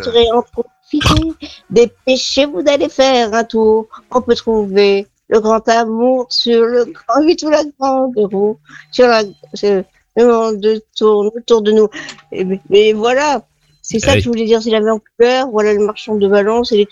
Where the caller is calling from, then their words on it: Abu Dhabi, United Arab Emirates; Je suis à Abu Dhabi